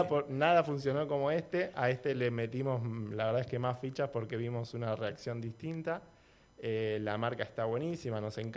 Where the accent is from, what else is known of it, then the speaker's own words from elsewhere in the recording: San Clemente del Tuyú, Buenos Aires Province, Argentina; born there; moved away as an adult; also born or lived in Mar del Plata; now in Río Negro, Argentina; En realidad yo soy de San Clemente del Tuyú, nacido. Después estudié en Mar del Plata. No terminé la carrera, pero estudié licenciatura en Administración en Mar del Plata.